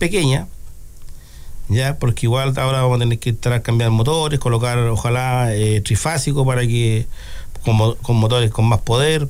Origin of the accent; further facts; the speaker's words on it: Curanilahue, Biobío, Chile; Yo soy de Curanilagüe, bueno, de tomo y lomo. Me encanta mi pueblo. Yo creo que voy a morir aquí.